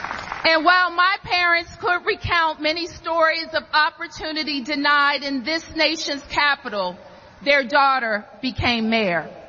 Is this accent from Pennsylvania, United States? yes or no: no; Washington, District of Columbia, United States; born or raised there